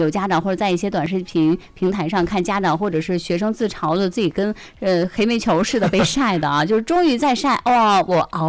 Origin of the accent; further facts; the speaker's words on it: China; 我们中国人